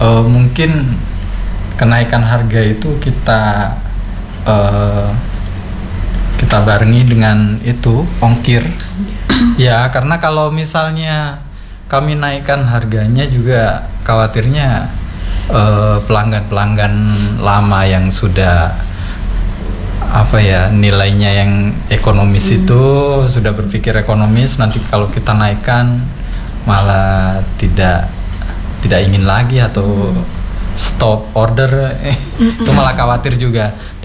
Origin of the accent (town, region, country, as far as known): Bondowoso, East Java, Indonesia; moved away as an adult; now in Kupang, Indonesia